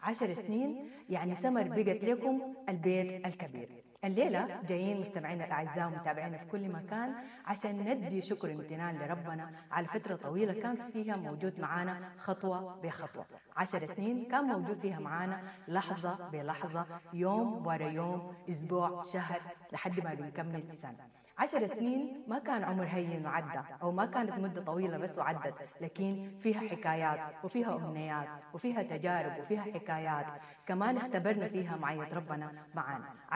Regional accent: Sudan; وإحنا كسودانيين لسه ما زلنا مستمرين نرفع دعيتنا وأمنياتنا لربنا القدير إنه يعم الفرح والسلام في سوداننا الحبيبة، في كل بقعة من بلدنا الحبيبة السودان.

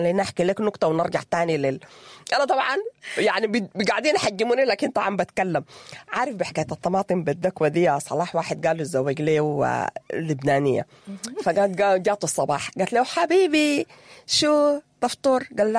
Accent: Sudan

